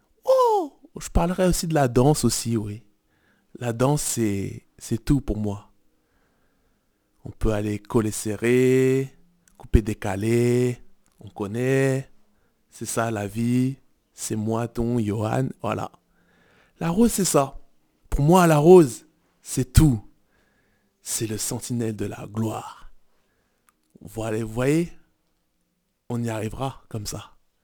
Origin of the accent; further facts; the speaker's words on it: Cameroon; moved away; Je viens du Cameroun